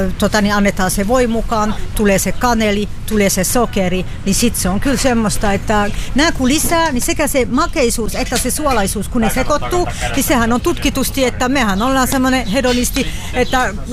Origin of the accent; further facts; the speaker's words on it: France; Finnish is a second language; now in Finland; toki mä en ole syntynyt täällä, mä oon Ranskasta kotoisin